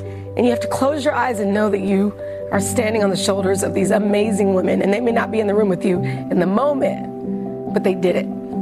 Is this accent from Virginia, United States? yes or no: no; Wichita, Kansas, United States; I grew up in Wichita, Kansas. It's not like I had all of these advantages.